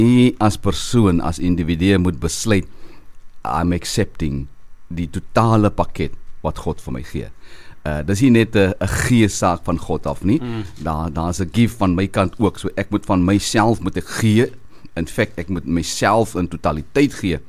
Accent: Mossel Bay, Western Cape, South Africa; born there; En dan ons mense daar in Mosselbaai, ons sal sê die homies, almal in my geboortedorp Mosselbaai

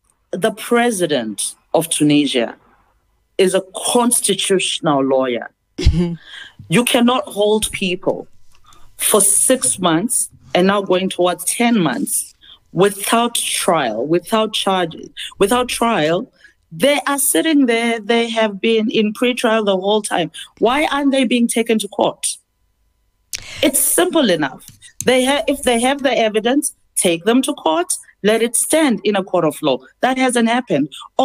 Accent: South Africa; when they found out we're South African

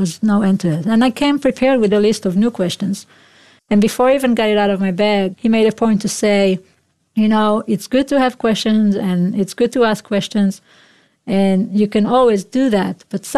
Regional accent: Israel; my perspective, I guess, growing up in Israel.

